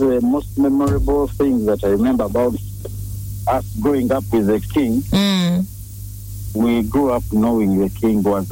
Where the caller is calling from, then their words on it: Matugga, Central Region, Uganda; I'm calling from Matuga.